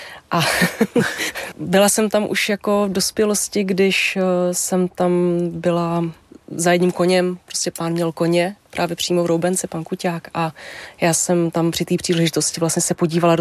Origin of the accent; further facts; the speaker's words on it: Úpice, Hradec Králové Region, Czechia; also born or lived in Velké Svatoňovice; now in Údrnice, Czechia; Pocházím z Podkrkonoší, z Úpice u Trutnova. A později potom, než jsem odešla do Údrnic za manželem, tak jsem bydlela ve Velkých Svatoňovicích, což je kousek od Úpice.